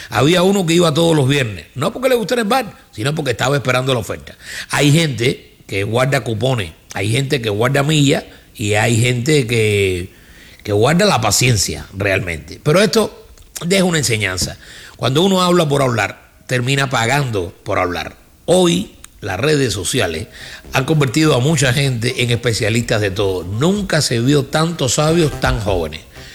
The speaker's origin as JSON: {"language": "Spanish", "country": "Cuba", "moved": "yes", "lives_now": "Miami, United States", "said": "así somos los cubanos."}